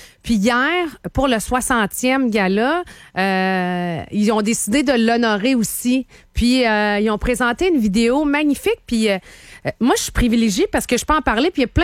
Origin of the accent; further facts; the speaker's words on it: Sainte-Séraphine, Quebec, Canada; je suis née sur une ferme porcine, en fait, des fermes porcines, parce que maintenant, il y en a plusieurs.